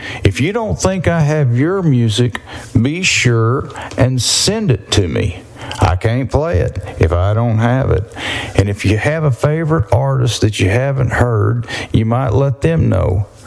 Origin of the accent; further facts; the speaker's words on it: Texas, United States; born there; We're going to wind up in my home state because that's where I always wind up, at home.